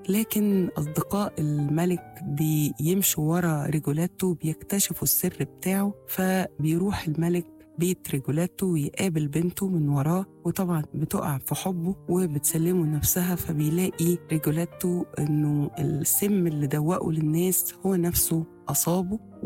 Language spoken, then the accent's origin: Arabic; Egypt